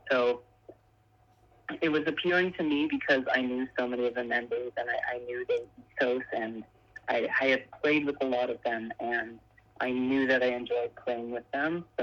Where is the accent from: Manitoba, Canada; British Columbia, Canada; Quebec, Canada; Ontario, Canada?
Ontario, Canada; moved away as an adult; now in Los Angeles, United States; Yeah, so I am a Canadian violinist. I live outside of Toronto, Canada.